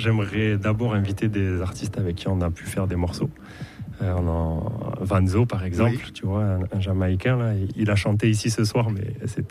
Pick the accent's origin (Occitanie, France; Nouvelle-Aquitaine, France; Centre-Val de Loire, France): Nouvelle-Aquitaine, France; Pau; chez moi, à Pau, dans les Pyrénées.